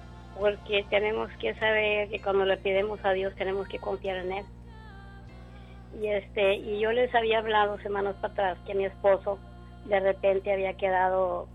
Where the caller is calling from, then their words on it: Mercedes, Texas, United States; De Mercedes.